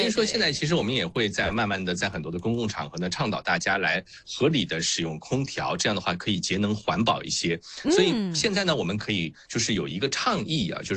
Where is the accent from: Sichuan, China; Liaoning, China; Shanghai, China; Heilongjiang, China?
Shanghai, China; accent: Shanghainese; 哎，我们上海话会这么来说啊，就上海话的很好，我们会用一个词叫老，就是老啊。